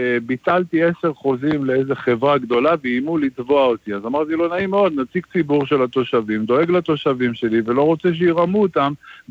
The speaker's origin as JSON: {"language": "Hebrew", "town": "Hadera", "region": "Haifa District", "country": "Israel", "tie": "born there", "said": "כאן נולדתי, כאן נולדו לי ילדיי"}